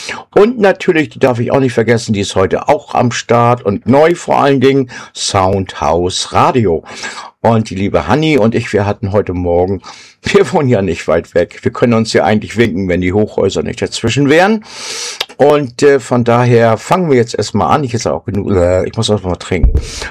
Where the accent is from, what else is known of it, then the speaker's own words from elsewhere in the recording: Schleswig-Holstein, Germany; Peter und ich, wir sind aus Schleswig-Holstein. Da sagt man auch gerne mal Moin Moin Moin.